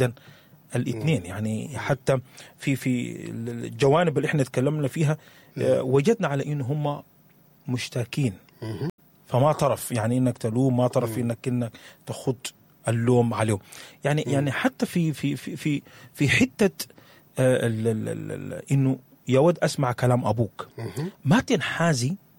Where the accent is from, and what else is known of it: Sudan